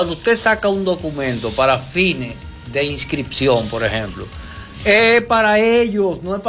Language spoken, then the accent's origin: Spanish; Dominican Republic; Nosotros los dominicanos